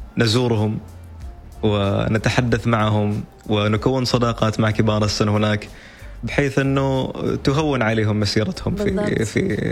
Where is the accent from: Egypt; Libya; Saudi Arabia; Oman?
Oman; أقول له من سلطنة عمان.